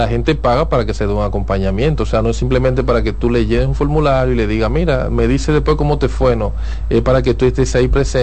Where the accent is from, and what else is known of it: Dominican Republic